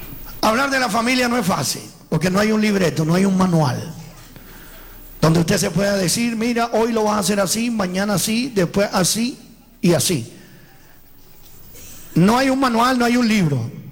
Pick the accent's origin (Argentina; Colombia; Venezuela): Venezuela; also born or lived in Italy; now in Sacramento, United States; yo soy italiano, criado en Venezuela, como dijo el hermano, y vivimos en Sacramento, California. Tenemos 53 años de edad.